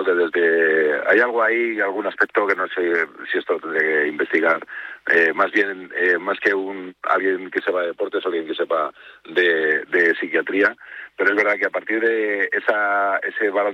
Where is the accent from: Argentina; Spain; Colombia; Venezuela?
Spain; Yo soy español por un lado, por lo tanto me decanto por Lamine, y madridista por otro